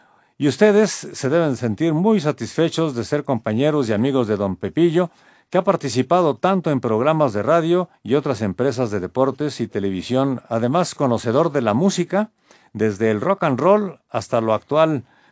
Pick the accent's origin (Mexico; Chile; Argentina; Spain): Mexico; State of Mexico; del Estado de México.